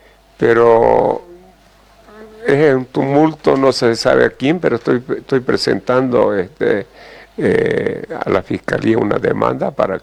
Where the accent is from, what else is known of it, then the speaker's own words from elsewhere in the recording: Santa Cruz de la Sierra, Santa Cruz, Bolivia; Yo le dije que soy de Santa Cruz y que quería viajar, tengo problemas allá.